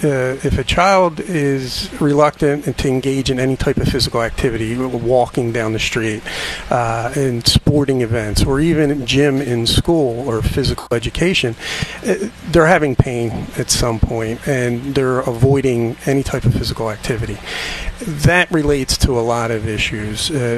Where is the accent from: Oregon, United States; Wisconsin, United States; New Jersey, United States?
New Jersey, United States; I'm from South Jersey, so I'm familiar with Philadelphia. I went to podiatry school in New York City.